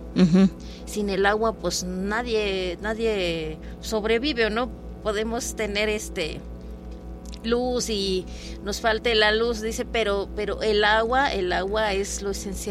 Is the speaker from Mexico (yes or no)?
yes; Palmital, Veracruz, Mexico; Yo soy de Palmital, pertenece sí. a Tantuyuca.